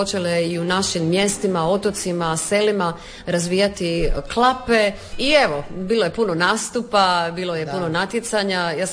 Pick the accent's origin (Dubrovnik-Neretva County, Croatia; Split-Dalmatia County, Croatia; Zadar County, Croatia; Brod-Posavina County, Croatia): Zadar County, Croatia; Zadar; moved away; also born or lived in Zagreb